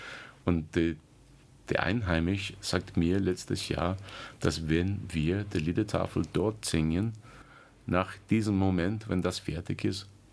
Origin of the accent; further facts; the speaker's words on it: Walton-on-Thames, South East England, United Kingdom; German is a second language; moved away; also born or lived in Chelsea; Ich bin in Chelsea geboren, aber mein Kinderzeit war in Walton-on-Thames. Das ist 20, 25 Minuten außen vom London. Und das ist auch ein kleines Dorf